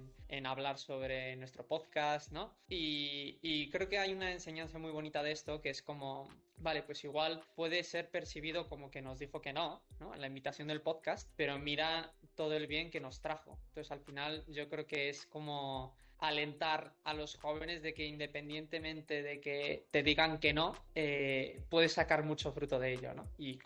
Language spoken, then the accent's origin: Spanish; Mexico; now in Spain; Yo también soy de ahí, de México